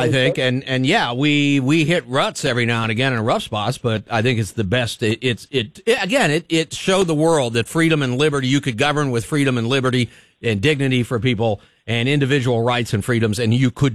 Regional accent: United States; born there; I consider myself, I'm very proud, consider myself extremely fortunate to have been born in this country.

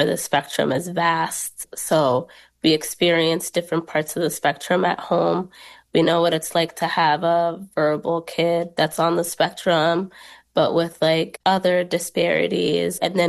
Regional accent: Minnesota, United States; We grew up in Minnesota

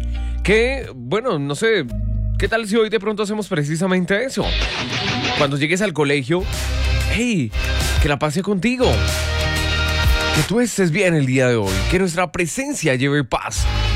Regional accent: Colombia; Como buen colombiano hay que levantarse, sacudirse un poco el polvo.

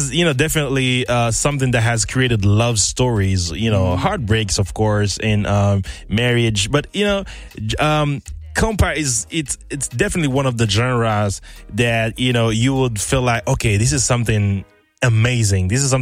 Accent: Haiti; I mean, I've been telling them that, you know, we've been growing up in Haiti. When you grew up in Haiti, you like dancing.

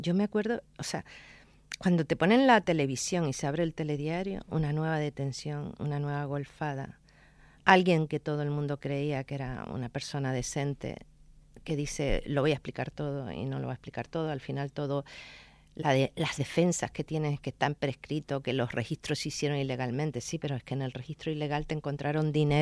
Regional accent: Canary Islands, Spain; los canarios que fuimos emigrantes

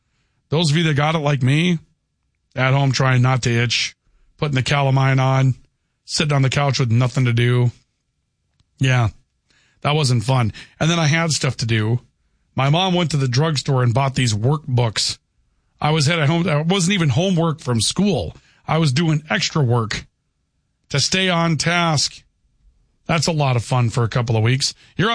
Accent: Minnesota, United States; But I tell you what, as a Minnesotan, I'd sure rather see a tax credit on a pet than $19 billion going over to Somalia.

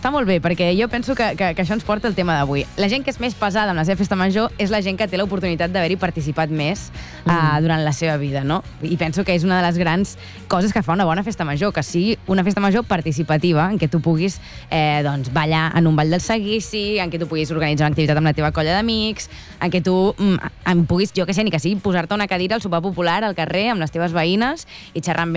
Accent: Blanes, Catalonia, Spain; also born or lived in Vilafranca del Penedès; La primera seria la de Blanes, que és la del meu poble

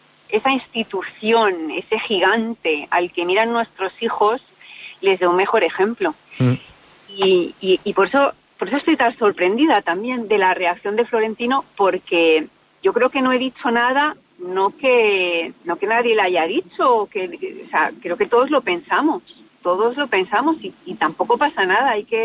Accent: Albacete, Castilla-La Mancha, Spain; now in Madrid, Spain

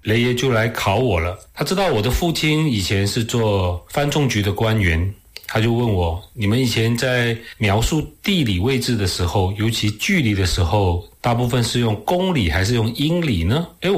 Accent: Malaysia; 我们马来西亚人

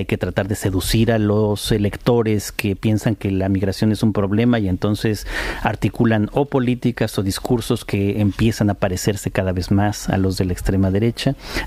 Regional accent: Spain; also born or lived in United States; Bueno, soy también español y no siempre me sentí en España, tengo que decirlo, absolutamente acogido

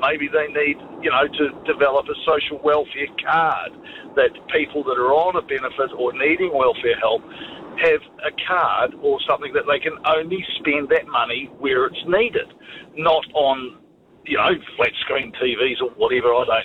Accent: Southland, New Zealand; I come from Southland, and I see a lot of stuff being spent in Southland that shouldn't be spent

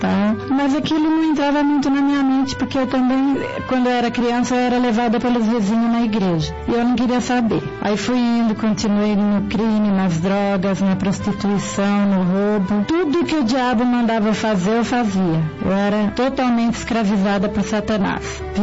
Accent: Diadema, São Paulo, Brazil; Eu sou de Diadema e a minha vida no passado era muito triste.

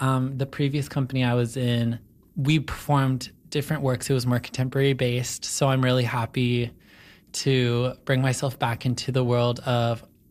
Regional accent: Langley, British Columbia, Canada; I grew up in Langley, BC

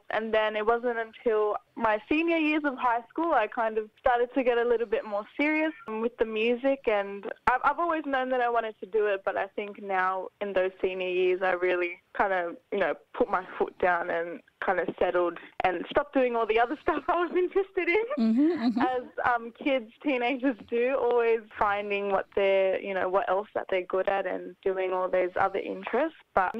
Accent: New South Wales, Australia; I'm a proud Gamilaroi woman. … grew up in Gadooga, and then she left for the big smoke in the late 70s, met my pop, who is a Tongan man.

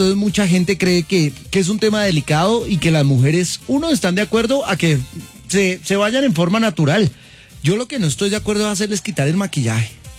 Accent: Bogotá, Colombia; No, yo soy de Bogotá.

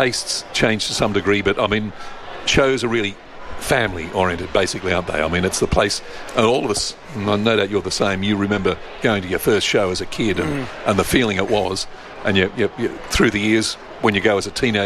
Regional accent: Melbourne, Victoria, Australia; now in Adelaide, Australia; I'm from Melbourne originally, and I used to go as a kid to the Melbourne show, and I thought it was the Ants Pants. I came to Adelaide thinking, oh, well, smaller city

